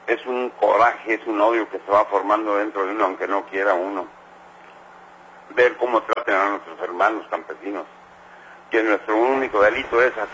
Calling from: Mexico

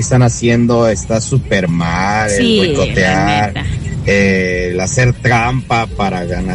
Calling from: Mexico; porque somos chingones los mexicanos.

